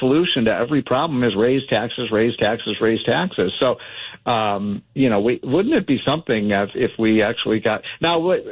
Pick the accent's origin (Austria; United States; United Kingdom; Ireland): United States; Chicago, Illinois; as you know, I'm from Chicago.